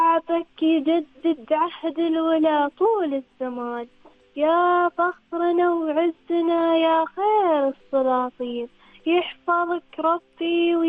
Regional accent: Oman; بلادي عمان

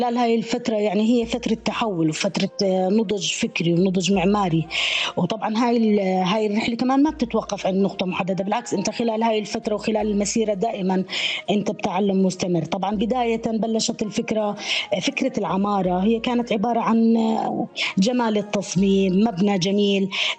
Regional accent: Jerash, Jerash Governorate, Jordan; moved away as an adult; أنا طبعاً ولدت بمدينة جرش بالأردن وسكنت فيها تقريباً 24 سنة من ولادتي حتى تخرجت من مرحلة البكالوريوس. هاي المدينة طبعاً مميزة ومشهورة بأنها مدينة أثرية

